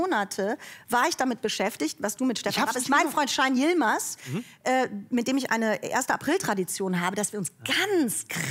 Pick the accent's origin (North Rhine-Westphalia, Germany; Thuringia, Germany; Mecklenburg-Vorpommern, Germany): North Rhine-Westphalia, Germany; Cologne